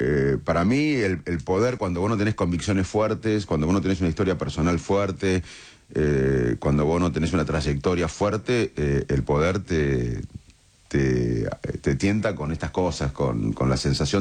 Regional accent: Argentina

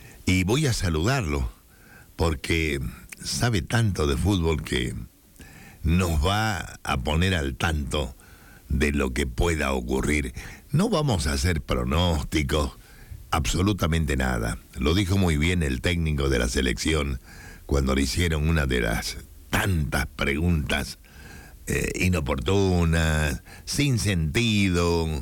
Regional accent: Argentina

